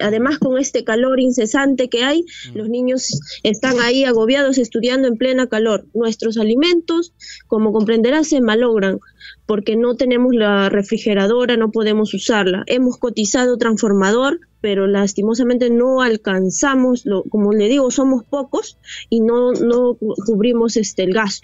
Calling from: Río Grande, Ica, Peru; Le llamo del anexo de Marjarenja, del distrito de Río Grande

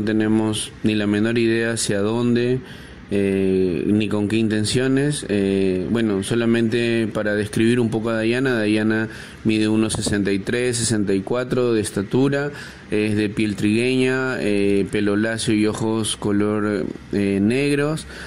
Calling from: Trujillo, La Libertad, Peru

